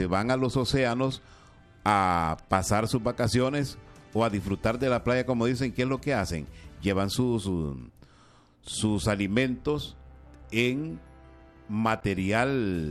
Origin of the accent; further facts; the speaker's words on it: Honduras; somos todos los hondureños